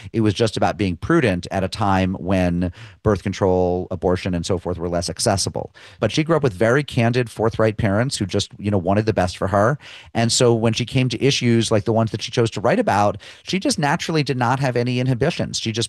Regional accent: Springfield, Massachusetts, United States; growing up in Springfield, Massachusetts.

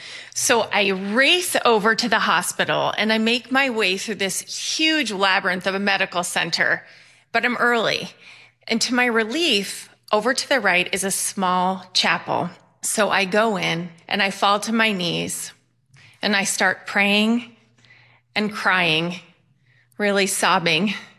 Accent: Bennington, Vermont, United States; born there; now in Phoenix, United States; I was born in Bennington, Vermont. I live in Phoenix, Arizona.

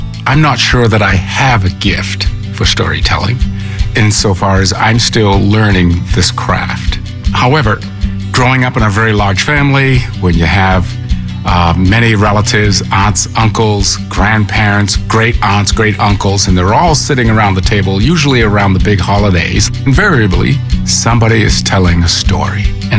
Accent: Duxbury, Massachusetts, United States; I grew up in Duxbury, Massachusetts.

